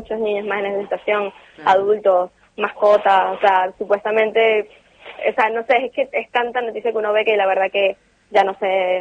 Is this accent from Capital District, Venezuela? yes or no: yes; Caracas, Capital District, Venezuela; now in Argentina; Sí, no, yo soy de Caracas, que queda 30 minutos de La Guaira. Toda la familia de mi papá es de La Guaira, de hecho.